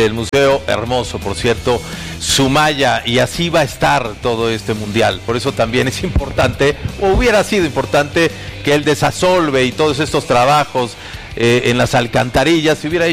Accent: Mexico; así somos los mexicanos.

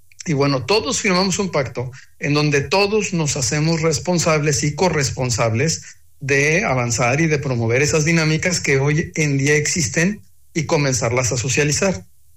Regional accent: Tijuana, Baja California, Mexico; Tijuana, de donde somos nosotros, ahí de Tierra Bendita, también fronterizo, donde empieza la patria.

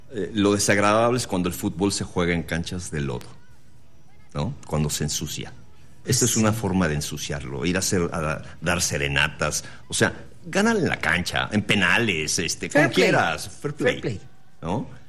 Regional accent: Mexico; hablando como mexicano

